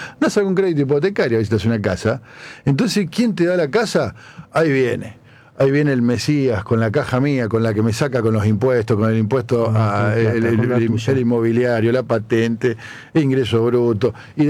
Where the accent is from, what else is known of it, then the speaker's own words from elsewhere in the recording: Argentina; Tan argentinos que somos porque decimos, no somos argentinos por un choripano al dulce de leche, no seamos pelotudos.